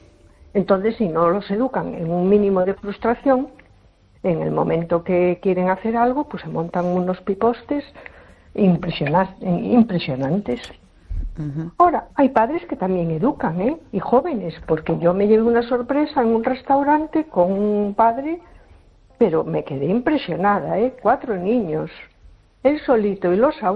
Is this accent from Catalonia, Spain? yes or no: no; A Coruña, Galicia, Spain